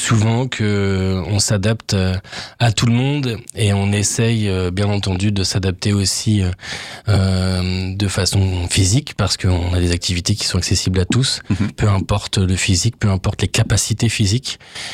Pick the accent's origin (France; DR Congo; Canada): France; Reims, Grand Est; moved away as an adult; also born or lived in Lille; Reims, c'est ma terre natale.